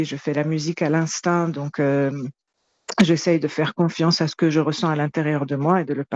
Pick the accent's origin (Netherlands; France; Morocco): Morocco; je suis marocaine